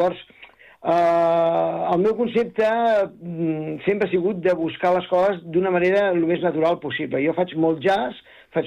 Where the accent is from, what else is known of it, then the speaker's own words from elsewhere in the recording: Barcelona, Catalonia, Spain; moved away as an adult; now in Montoliu de Segarra, Spain; jo soc de Barcelona, em vaig decidir traslladar-me amb la meva dona a Montoliu de Segarra, i fa, doncs mira, 22 anys que estem aquí